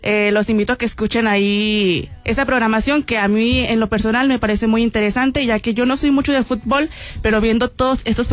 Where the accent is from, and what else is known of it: Mexico